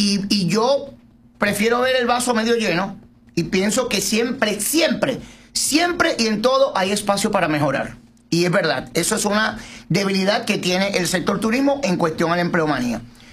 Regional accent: Miches, El Seibo, Dominican Republic; born there; El mismo pueblo donde yo nací, el paraíso en este terreno, Miche.

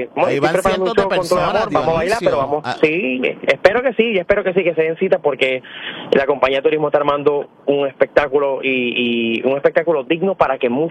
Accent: Maracaibo, Zulia, Venezuela; moved away; Yo soy del Estado Zulia, yo soy de Maracaibo, Estado Zulia, Ciudad Vieja, Estado Zulia.

